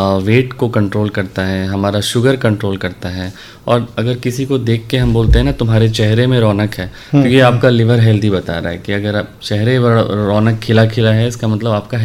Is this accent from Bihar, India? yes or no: yes; Bihar, India; also born or lived in New Delhi / Hyderabad; now in Darbhanga, India; मैं बिहार का ही रहने वाला हूँ